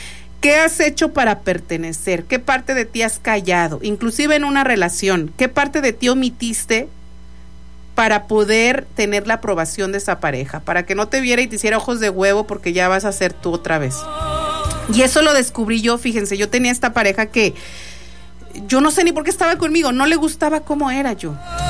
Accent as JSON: {"language": "Spanish", "country": "Italy", "second_language": "Spanish", "said": "Porque yo soy ser italiana."}